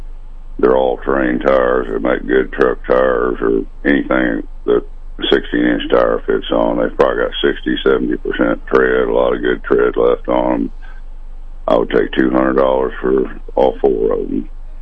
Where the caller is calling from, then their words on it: Marshall, Missouri, United States; Yes, sir. I'm calling from Marshall.